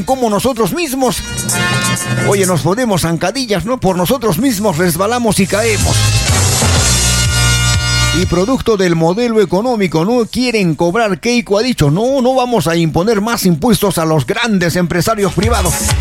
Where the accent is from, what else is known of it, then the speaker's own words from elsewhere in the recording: Peru; somos pues peruanos.